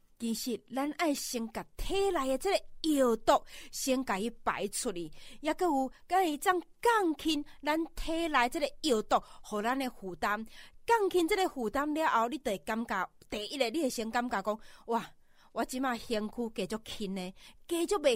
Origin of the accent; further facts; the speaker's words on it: Taiwan; 我们台湾人很爱吃油的吼